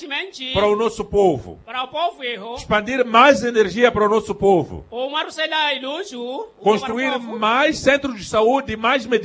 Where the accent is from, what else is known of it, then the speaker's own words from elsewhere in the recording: Mozambique; dói para todos nós como moçambicanos. Porque somos um único país, um único povo, unido do Ruvuma Maputo.